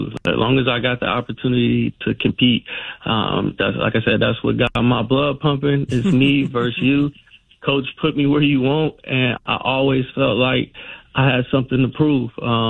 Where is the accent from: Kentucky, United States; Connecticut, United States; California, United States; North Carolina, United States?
California, United States; San Francisco; So I actually grew up a Niner fan. I grew up in Hunters Point, which was right across the street from the old Candlestick Park Stadium.